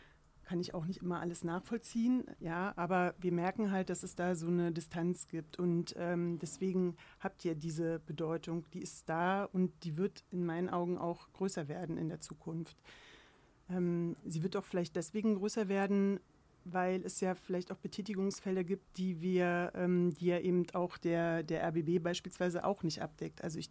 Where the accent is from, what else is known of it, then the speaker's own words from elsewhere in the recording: Cottbus, Brandenburg, Germany; now in Berlin, Germany; Ich bin ja selber in Brandenburg aufgewachsen, in Cottbus, wohne jetzt seit 1998 in Berlin-Pankow.